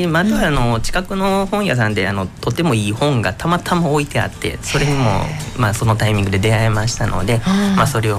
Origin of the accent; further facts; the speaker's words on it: Tokushima, Japan; 徳島で生まれて、まあ、ほとんどが徳島で過ごしてます。